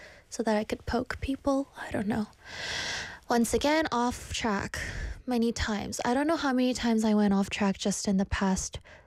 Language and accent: English; Canada; I'm Canadian.